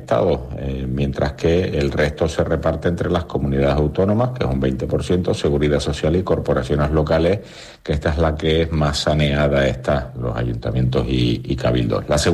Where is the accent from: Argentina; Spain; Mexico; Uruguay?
Spain; Canary Islands; como canarios debemos menos, pero como españoles debemos más.